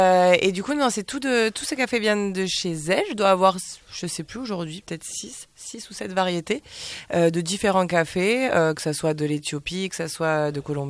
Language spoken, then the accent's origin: French; Rhône Valley, France; Je suis du Rhône aussi, donc typiquement, on me ramène du Vaqueras encore.